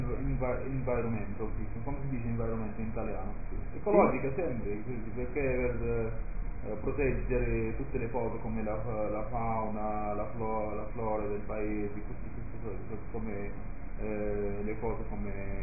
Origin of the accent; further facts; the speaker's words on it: Morocco; Italian is a second language; also born or lived in Netherlands; now in Sicily, Italy; Come marocchini, quindi qua capisco il dialetto siciliano